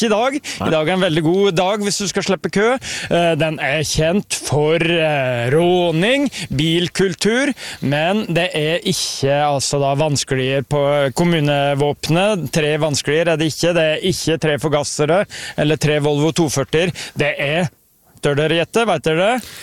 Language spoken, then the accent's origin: Norwegian; Bø, Telemark, Norway; Nei, jeg er nå fra Bø, da, og der vokste vi opp som vi vokste opp.